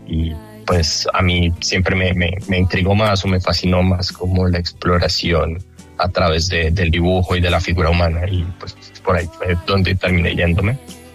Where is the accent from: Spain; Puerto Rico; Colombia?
Colombia; moved away as an adult; now in United States; una cosa que yo entendí cuando yo me fui de Colombia, me vine aquí a Estados Unidos, entendí el tamaño del mercado del arte